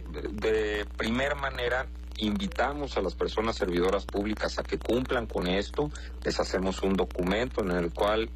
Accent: Veracruz, Mexico; now in Guerrero, Mexico; tenemos ya un tiempo estando aquí en Guerrero. Efectivamente, yo no soy originario de aquí, soy de Veracruz

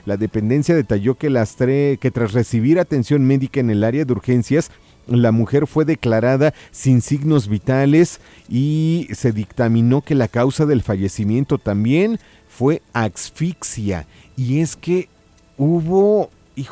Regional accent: Mexico; cómo nos vamos a comportar como mexicanos

